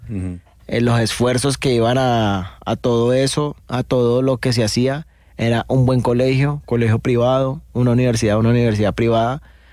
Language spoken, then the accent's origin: Spanish; Cali, Valle del Cauca, Colombia; Yo soy del sur de Cali. Desde el barrio Limonar, pues viví muy pequeño en el norte, pero fue pasajero. Ajá. Y ya radicado en el sur de Limonar, y ahí ya fuimos yéndonos un poquito más para el sur.